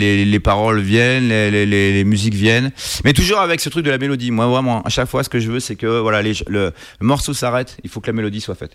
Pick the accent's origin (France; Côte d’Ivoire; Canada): France; moi je suis français